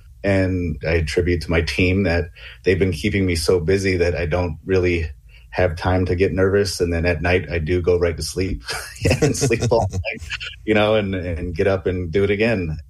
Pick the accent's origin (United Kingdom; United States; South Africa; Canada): United States; Long Island, New York; where I grew up on Long Island